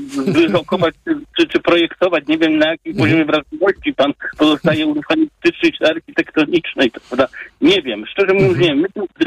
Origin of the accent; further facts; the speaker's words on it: Wrocław, Lower Silesian Voivodeship, Poland; born there; moved away as an adult; now in near Wrocław, Poland; Ja przedstawiłem się państwu jako osoba z Podwrocławia, ale jestem z urodzenia wrocławianinem, uciekłem z tej metropolii właśnie do mniejszego, do tak zwanego Warzanka